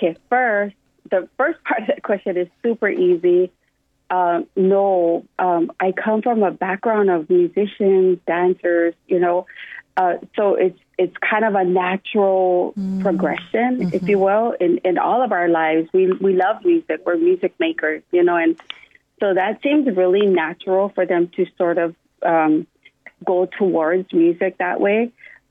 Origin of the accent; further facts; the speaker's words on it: Hawaii, United States; I'm from Wamnala, born and raised, so that song is very dear to me.